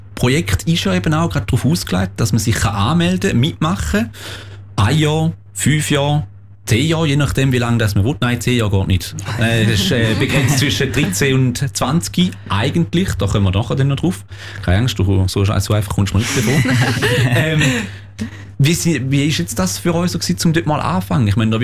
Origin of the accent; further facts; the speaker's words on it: Schaffhausen, Switzerland; Wir sind halt aus Schaffhausen, da kennen wir jetzt nicht ganz so genau, was Baden musikalisch abgeht.